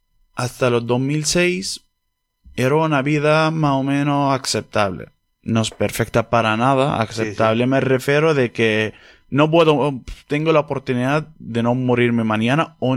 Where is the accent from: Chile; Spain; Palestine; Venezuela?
Palestine; Imagínate que yo he nacido como lo demás, palestino, normal, con mis derechos, con mi tierra, con mi casa, con lo que sea, ¿no?